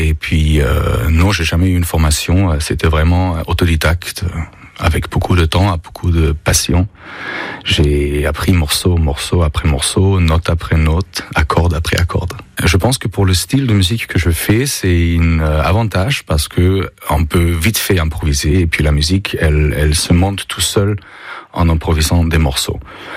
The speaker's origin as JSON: {"language": "French", "town": "Innsbruck", "region": "Tyrol", "country": "Austria", "tie": "born or raised there", "second_language": "French", "moved": "as an adult", "lives_now": "Ribérac, France", "said": "Je suis pianiste voyageur originaire d'Autriche. J'habite dans notre joli Périgord depuis plus que 10 ans, près de Ribérac."}